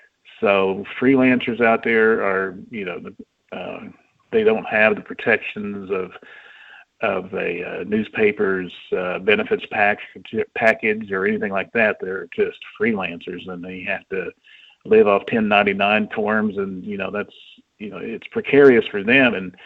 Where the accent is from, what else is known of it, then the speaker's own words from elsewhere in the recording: Wisconsin, United States; I'm a native Wisconsin. I'm from Wisconsin.